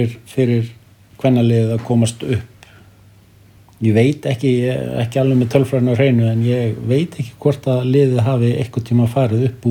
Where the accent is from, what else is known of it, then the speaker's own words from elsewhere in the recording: Hafnarfjörður, Capital Region, Iceland; now in Vopnafjörður, Iceland; Ég kem úr Hafnarfjörðinu.